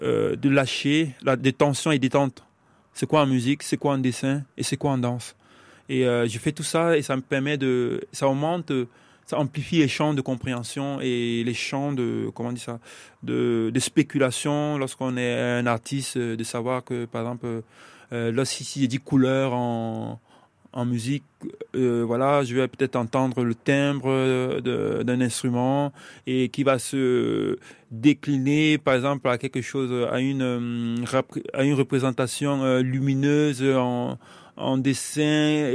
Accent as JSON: {"language": "French", "country": "Cameroon", "moved": "yes", "said": "je viens du Cameroun, au Cameroun, je vivais déjà comme un exilé."}